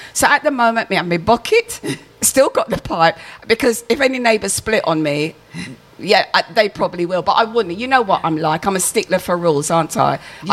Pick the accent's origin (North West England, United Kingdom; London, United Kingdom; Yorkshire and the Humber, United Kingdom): London, United Kingdom; as a Londoner.